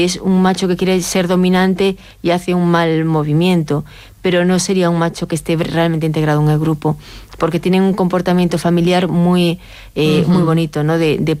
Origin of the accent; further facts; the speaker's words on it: Galicia, Spain; Yo lo describo muchas veces como yo soy gallega, ¿no? los gallegos estamos en Galicia, bueno, yo no estoy en Galicia ahora, pero tenemos un, no tengo mucho acento, pero yo antes tenía acento.